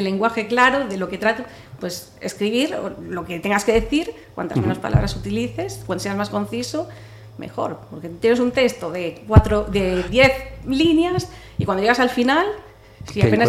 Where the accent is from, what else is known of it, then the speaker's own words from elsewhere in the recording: Narón, Galicia, Spain; Yo soy de Narón.